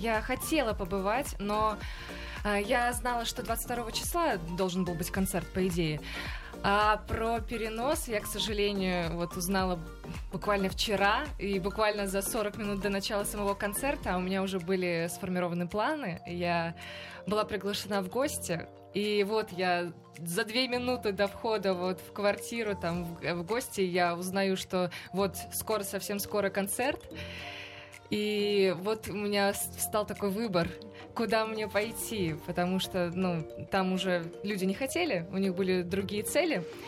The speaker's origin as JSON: {"language": "Russian", "town": "Magnitogorsk", "region": "Chelyabinsk Oblast", "country": "Russia", "tie": "born or raised there", "said": "мой родной город Магнитогорск."}